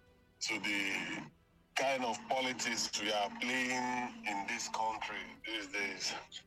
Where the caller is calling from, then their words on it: Enugu, Enugu State, Nigeria; I'm calling from Enugu.